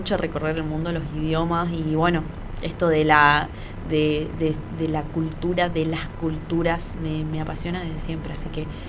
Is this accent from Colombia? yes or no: no; Argentina; siendo argentinos con la mezcla cultural que somos.